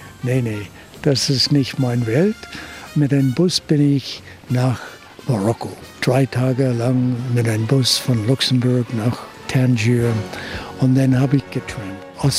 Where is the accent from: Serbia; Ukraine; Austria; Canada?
Canada; British Columbia; German is a second language; moved away; also born or lived in Northern California; Und da habe ich meine Kindheit verbracht auf der Insel. Meine besten Freunde waren die Wälder und da gab es Braunbären und unglaublich viele Rehe und Lachs und alles. Dann sind wir von Kanada, Vancouver Island, 1965 runtergezogen nach Nordkalifornien.